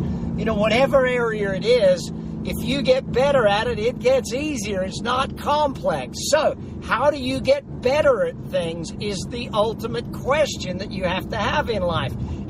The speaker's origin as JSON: {"language": "English", "town": "Brisbane", "region": "Queensland", "country": "Australia", "tie": "born or raised there", "said": "Brisbane City Town Hall, my hometown in Australia."}